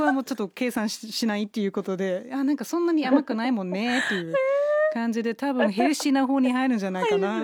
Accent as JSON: {"language": "Japanese", "country": "Germany", "moved": "yes", "said": "ドイツ人としてもすごく共感します。"}